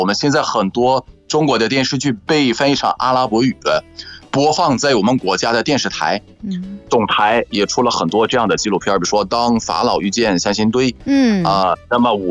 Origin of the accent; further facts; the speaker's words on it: Egypt; ，拜拜。